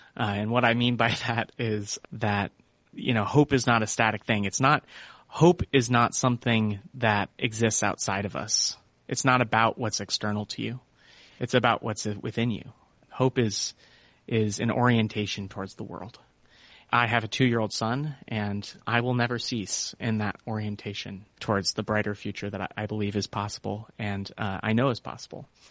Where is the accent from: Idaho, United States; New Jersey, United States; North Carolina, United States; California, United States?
California, United States; We have the California Air Resources Board back in my home state